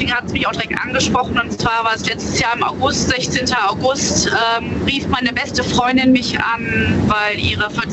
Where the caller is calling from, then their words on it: Hennef, North Rhine-Westphalia, Germany; Hennef, ich komme aus Hennef.